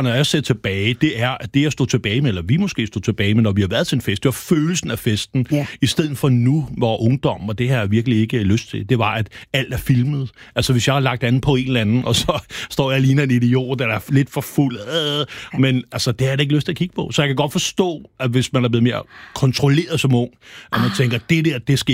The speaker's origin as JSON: {"language": "Danish", "town": "Herlev", "region": "Capital Region of Denmark", "country": "Denmark", "tie": "born or raised there", "said": "jeg voksede op i Herlev, hvor der altid var røvfuld."}